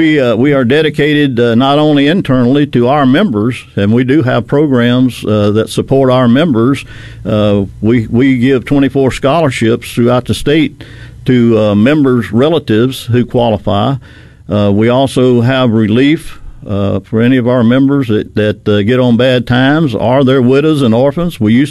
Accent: Philadelphia, Mississippi, United States; Go to my hometown, Philadelphia, Mississippi

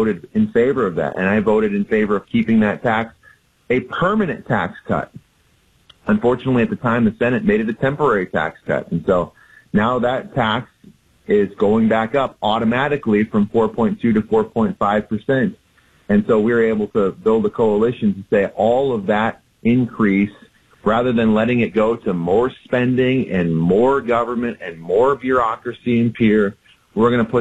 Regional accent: Dell Rapids, South Dakota, United States; born there; also born or lived in Yankton, South Dakota; I was born in Yankton, actually, and did a little growing up there. My family moved up to Del Rapids when I was a kid.

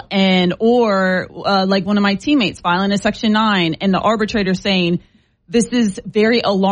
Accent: United States; as an American

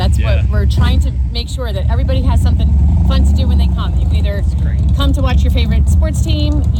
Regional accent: Toms River, New Jersey, United States; We grew up right in Tom's River

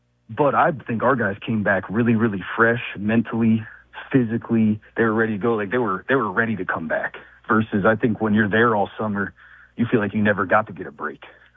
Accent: Morgantown, West Virginia, United States; moved away; there's a bunch of guys from that I grew up with in Morgantown, Blaine Stewart, Jack Armstrong

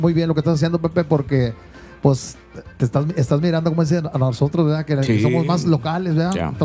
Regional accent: Monterrey, Nuevo León, Mexico; soy de Monterrey, Nuevo León

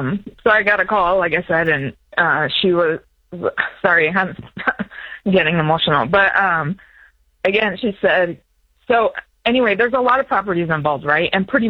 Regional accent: United States; I grew up in the States with my mom

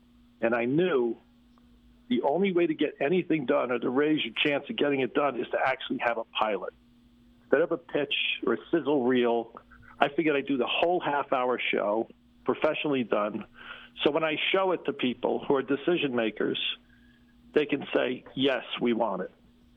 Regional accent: New York, United States; moved away as an adult; I am born and raised in New York

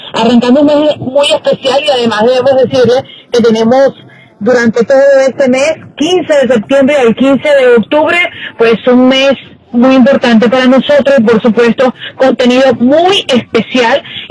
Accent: Mexico; hoy me siento más mexicana que nunca.

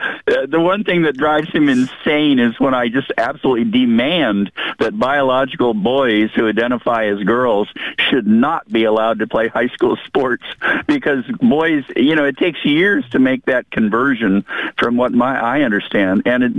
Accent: West Coast, United States; And I love the West Coast. I've lived here all my life.

